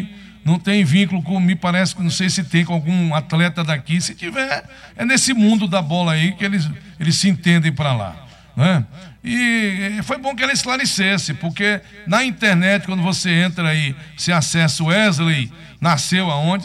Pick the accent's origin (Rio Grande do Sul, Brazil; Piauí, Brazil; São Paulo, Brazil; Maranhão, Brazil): Maranhão, Brazil; como maranhense, seria orgulho para todos nós do mesmo jeito